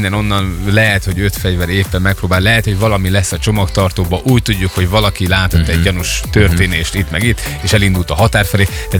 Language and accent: Hungarian; Szeged, Csongrád-Csanád, Hungary; Szegeden születtem, tényleg itt nőttem föl, itt csináltam mindent, eddig nem éltem máshol.